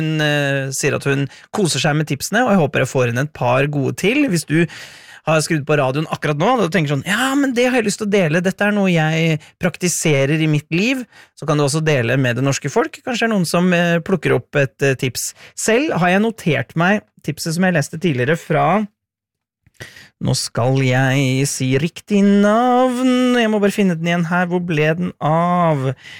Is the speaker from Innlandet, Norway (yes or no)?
yes; Hamar, Innlandet, Norway; jeg er jo fra Hamar-området, så jeg er jo glad for at dere skal stikke innom der en liten tur